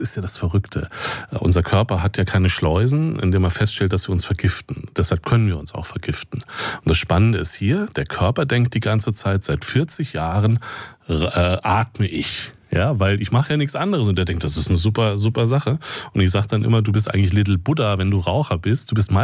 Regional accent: Berlin, Germany; ich komme ja aus Berlin

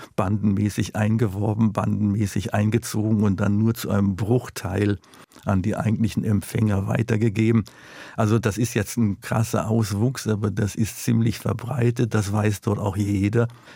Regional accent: Duisburg, North Rhine-Westphalia, Germany; In Duisburg ist es gerade auch in den Straßen, wo ich aufgewachsen bin, extrem.

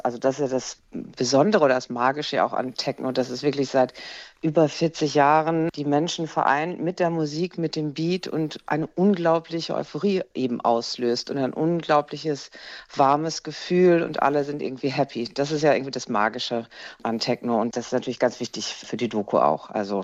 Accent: North Rhine-Westphalia, Germany; ich komme ursprünglich irgendwie aus Nordrhein-Westfalen und da war ich dann auch sehr schwer beeindruckt.

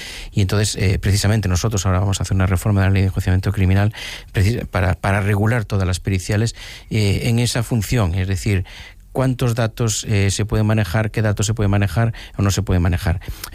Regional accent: Galicia, Spain; Yo soy gallego, aquí cualquier anciano cualquier anciana de mi pueblo te dice enseguida lo que tienes según lo que haces.

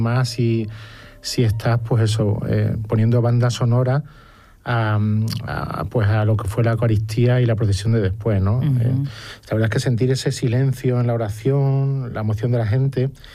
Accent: Extremadura, Spain; Como extremeño, fundamentalmente con Fray José.

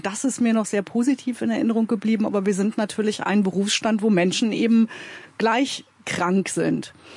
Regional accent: West Germany, Germany; born there; moved away as an adult; now in Brandenburg, Germany; als jemand, der im tiefen Westen geboren ist und inzwischen im Strukturwandel betroffenen Osten lebt und verankert ist

